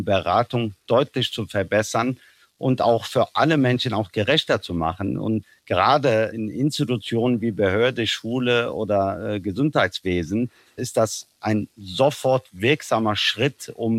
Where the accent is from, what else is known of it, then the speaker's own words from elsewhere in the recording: Germany; ich lebe in Deutschland, ich bin Deutscher und ich bin hier zu Hause.